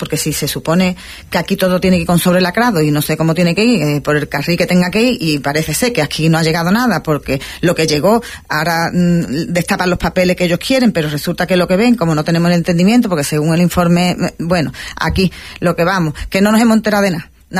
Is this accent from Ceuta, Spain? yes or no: yes; Ceuta, Spain; vamos a demostrar lo que somos los ciudadanos de Ceuta y vamos a darle eso, una guanta sin mano, lo que se suele decir, una buena guanta sin mano, y decirle que los ciudadanos de Ceuta somos ejemplares